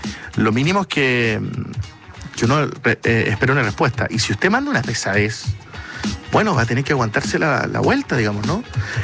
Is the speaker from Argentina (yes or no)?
no; Magallanes and Chilean Antarctica, Chile; soy magallánico